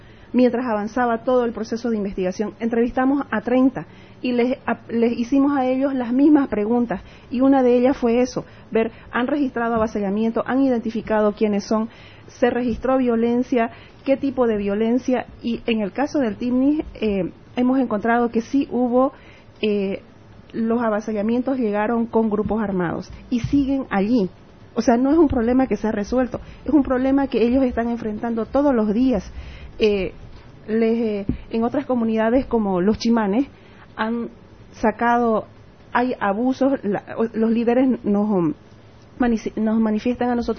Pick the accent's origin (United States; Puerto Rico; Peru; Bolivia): Bolivia